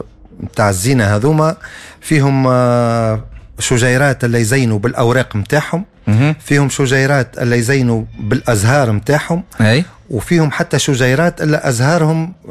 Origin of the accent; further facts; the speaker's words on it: Tunisia; عندنا في تونس